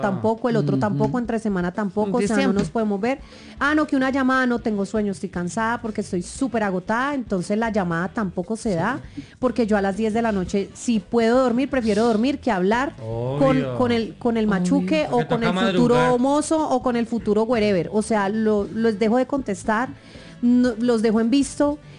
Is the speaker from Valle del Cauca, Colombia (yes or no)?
yes; Cali, Valle del Cauca, Colombia; la puedo romper como caleña porque tengo las herramientas y he construido una cultura muy caleña durante toda mi vida.